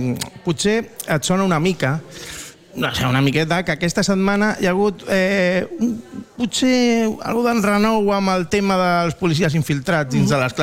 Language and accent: Catalan; Barcelona, Catalonia, Spain; also born or lived in León; jo tinc una vinculació molt gran perquè ja saps que jo sóc meitat de Lleó, meitat de Barcelona